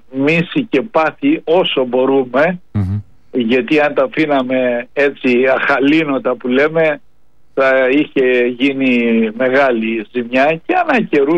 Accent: Crete, Greece; Θα το καταλάβει ο οποιοσδήποτε επισκέπτης από την πρώτη φορά που θα πατήσει τα πόδια του στο νησί μας.

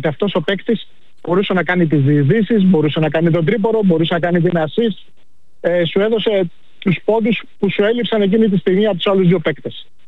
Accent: Greece; Εγώ ως Έλληνας είμαι περήφανος.

